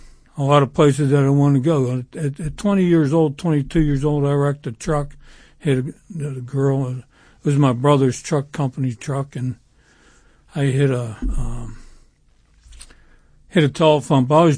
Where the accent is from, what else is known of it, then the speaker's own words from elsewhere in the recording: McKees Rocks, Pennsylvania, United States; the violence that I grew up in McKees Rocks, you know.